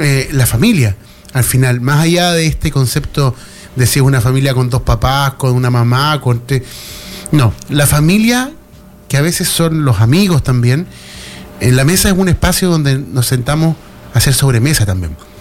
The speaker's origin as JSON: {"language": "Spanish", "region": "Valparaíso", "country": "Chile", "said": "estamos entendiendo como porteños, muchos de nosotros, que esta primera mano tenemos que dárnosla entre nosotros, entre los que vivimos en Valparaíso"}